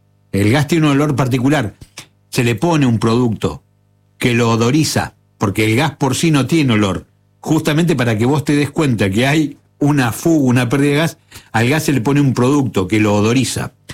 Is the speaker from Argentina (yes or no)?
yes; Río Grande, Tierra del Fuego, Argentina; cuando era chico en Río Grande